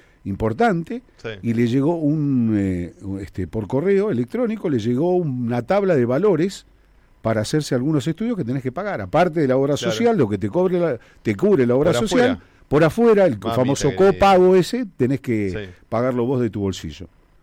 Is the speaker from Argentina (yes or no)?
yes; Quilmes, Buenos Aires Province, Argentina; nosotros somos de aquí, de Quilmes.